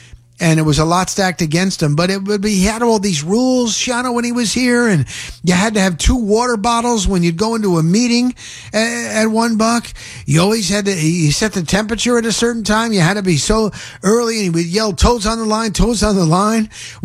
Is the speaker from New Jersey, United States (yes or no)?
yes; New Jersey, United States; I grew up in Jersey. I know.